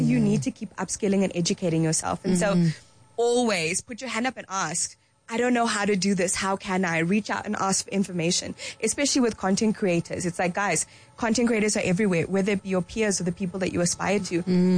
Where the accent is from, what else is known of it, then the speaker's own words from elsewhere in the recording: Zimbabwe; moved away; And I think especially as a woman of color growing up in Zimbabwe, you're taught this is the box and this is the space that you can occupy.